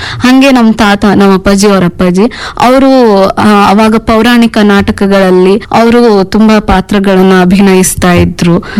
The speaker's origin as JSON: {"language": "Kannada", "region": "Karnataka", "country": "India", "tie": "born or raised there", "also_born_or_lived": "Harapanahalli", "said": "ಅದಾದ್ಮೇಲೆ ನಮ್ಮೂರಿಂದ 1-2 ಕಿಲೋಮೀಟರ್ ದೂರ ಸಾಸಿವೆಯಲ್ಲಿ ಅಂತ, ಅಲ್ಲಿ ನನ್ನ ಹೈಸ್ಕೂಲ್ ಎಜುಕೇಶನ್ ಅಲ್ಲೇ ಮ್ಯಾಮ್ 8th, 9th, 10th ಅಲ್ಲಿ ಓದಿದ್ದು. ಅಲ್ಲಿಂದ ಪಿ ಯು ಸಿ ಹರಪನಹಳ್ಳಿ."}